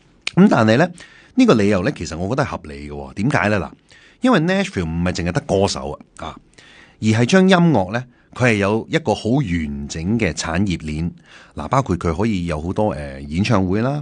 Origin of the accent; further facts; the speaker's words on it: China; 好似我哋中國人好鍾意話啊